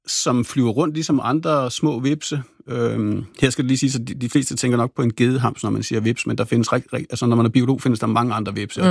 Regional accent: Rødvig, Zealand, Denmark; jeg voksede op nede i Rødevi, hvor jeg lå og sejlede rundt i min optimistjolle og på min windsurfer

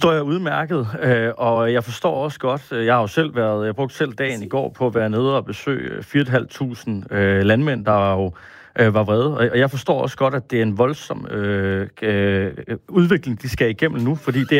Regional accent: Aabenraa, Region of Southern Denmark, Denmark; born or raised there

